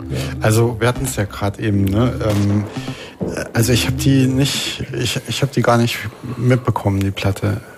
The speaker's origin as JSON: {"language": "German", "region": "Bavaria", "country": "Germany", "said": "ich komme ja aus der Münchner Gegend"}